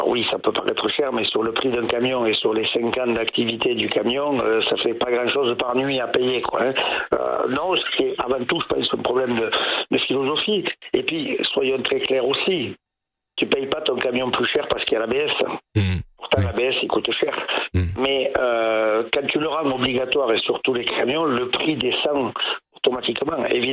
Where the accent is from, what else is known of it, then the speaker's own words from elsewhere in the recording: Chambon, France; Moi je suis de Chambon et elle est à Loudaviel dans les Pyrénées, tu vois.